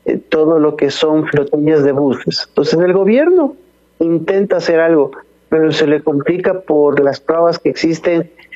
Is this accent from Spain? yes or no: no; Ecuador